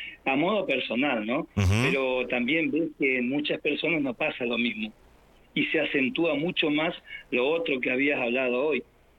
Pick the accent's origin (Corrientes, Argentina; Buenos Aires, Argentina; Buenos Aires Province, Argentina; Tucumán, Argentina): Corrientes, Argentina; Goya; soy de Goya, la provincia de Corrientes, tengo 53 años